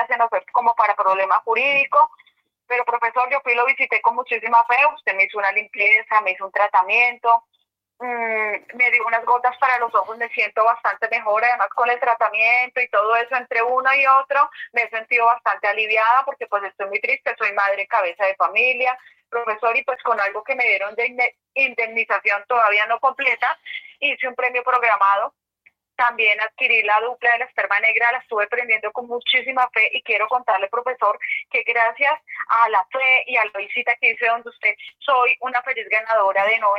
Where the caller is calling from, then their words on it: Guasca, Cundinamarca, Colombia; De Huasca.